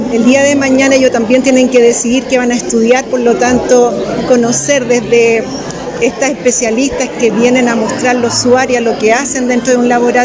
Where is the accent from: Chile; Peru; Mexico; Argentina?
Chile; Biobío; Nosotros somos de la región del Biobío, no somos de Santiago.